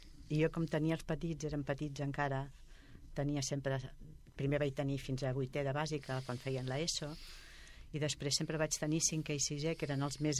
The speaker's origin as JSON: {"language": "Catalan", "town": "Cunit", "region": "Catalonia", "country": "Spain", "tie": "born or raised there", "said": "Cunit és una gran ciutat avui en dia. Hi ha molta gent. Jo visc aquí al centre del poble i aleshores encara tota la gent que viu per aquí a prop meu encara són gent del poble que ens coneixem, ens saludem, ens diem bon dia"}